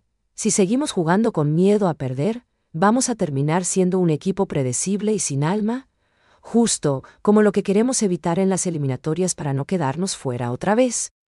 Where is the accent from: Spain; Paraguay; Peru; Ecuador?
Paraguay; ¿Hasta cuándo vamos a esperar a que los pibes se suelten y jueguen con esa chispa que nos identifica como paraguayos?